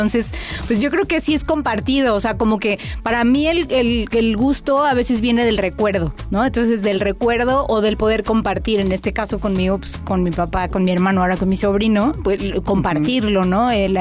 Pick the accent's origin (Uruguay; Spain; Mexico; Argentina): Mexico; como decimos en México